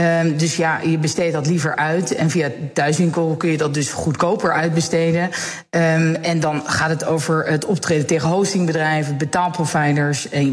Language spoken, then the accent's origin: Dutch; Netherlands; wij als Nederlanders